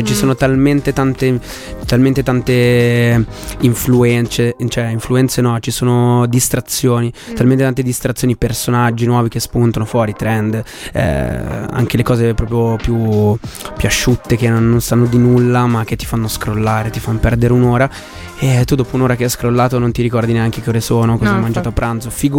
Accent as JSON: {"language": "Italian", "area": "Brianza", "region": "Lombardy", "country": "Italy"}